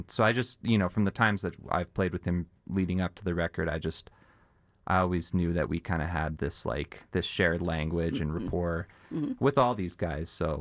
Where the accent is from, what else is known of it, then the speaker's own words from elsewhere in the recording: Canada; I'm gonna call it Hattrick because I'm from Canada, so it's like the hockey reference.